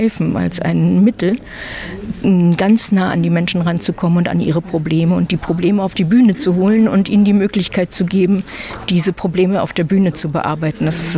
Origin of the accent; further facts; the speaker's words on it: Germany; ich bin auch in der DDR aufgewachsen